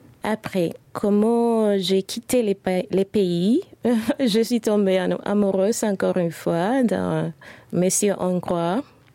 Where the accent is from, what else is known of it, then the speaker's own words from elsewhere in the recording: Santiago de Cuba, Cuba; French is a second language; moved away as an adult; now in Luxembourg; Je suis née à Santiago de Cuba. C'est une ville qui est la deuxième ville en importance à Cuba.